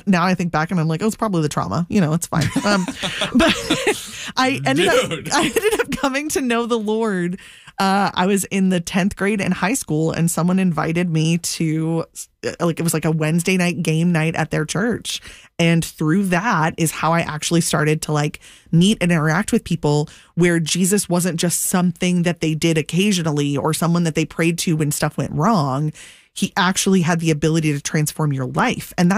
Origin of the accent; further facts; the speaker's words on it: United States; I grew up about 15 minutes from the radio station here. Like I'm from the Severn area, went to school here, spent most of my life here. I grew up in what I would say was kind of like a nominally Christian household.